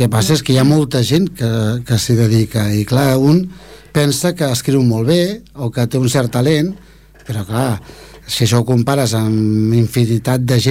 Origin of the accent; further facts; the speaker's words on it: Esplugues de Llobregat, Catalonia, Spain; also born or lived in Barcelona; Sí, sí, perquè jo vaig néixer a Barcelona, però evidentment perquè abans la gent naixia a Barcelona, però jo he viscut a Esplugues tota la vida, sí.